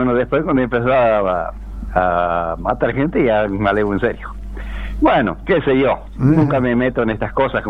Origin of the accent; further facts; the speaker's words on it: Los Pereira, Tucumán, Argentina; born there; Yo soy, mira, donde un lugar ya casi pegado a Santiago, se llama Los Pereira, donde yo nací.